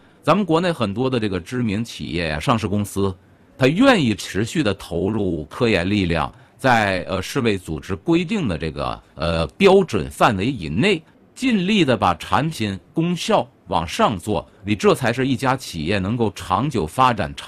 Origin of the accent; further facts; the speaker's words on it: China; 我们中国人